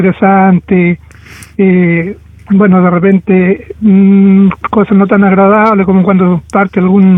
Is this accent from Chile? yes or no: yes; Valdivia, Los Ríos, Chile; now in Arica, Chile; Valdiviano, nací y criado en Valdivia, en el Hospital John Kennedy, nací.